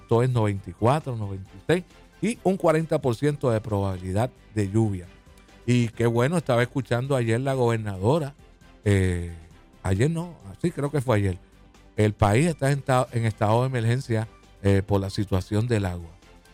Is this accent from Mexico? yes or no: no; Mameyes, Puerto Rico; Bueno, acuérdate que yo soy de Mameye, 1960.